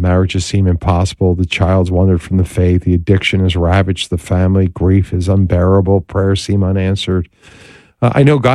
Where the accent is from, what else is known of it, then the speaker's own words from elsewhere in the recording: Philadelphia, Pennsylvania, United States; now in Chicago, United States; I'm from Philadelphia initially, from the East Coast